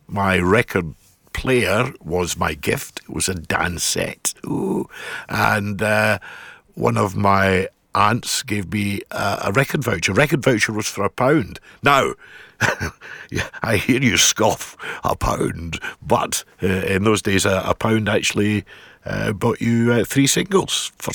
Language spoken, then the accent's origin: English; Paisley, Scotland, United Kingdom; I came in from Paisley at the time